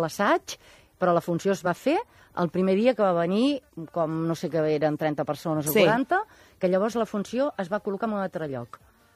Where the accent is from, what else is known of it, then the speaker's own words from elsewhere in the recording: Catalonia, Spain; now in Barcelona, Spain; vivim on vivim i estem en una ciutat com Barcelona i som catalans